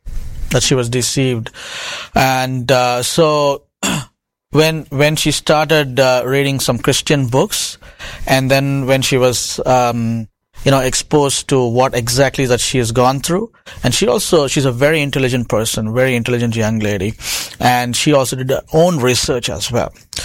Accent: India; moved away; I myself studied the same mantras in my school growing up in India.

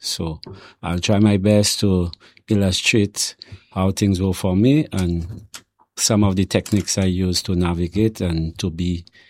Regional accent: Castries, St. Lucia; also born or lived in Marchand; But basically it was Conway and Leslie, and that's where I really grew up, and Marsha by extension.

